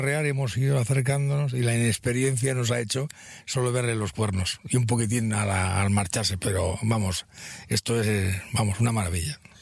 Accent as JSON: {"language": "Spanish", "town": "Barcelona", "region": "Catalonia", "country": "Spain", "said": "Aquí cuando estoy de vacaciones, no soy de aquí, soy de Barcelona, y aquí vengo a disfrutar"}